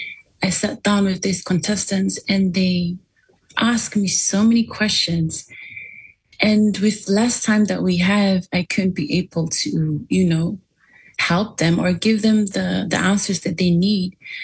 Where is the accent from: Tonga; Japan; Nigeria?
Tonga; Mawa'u; I hail all the way from the Kingdom of Tonga, originally from my paradise home, Mawa'u, also known as Kololo Alaivalu.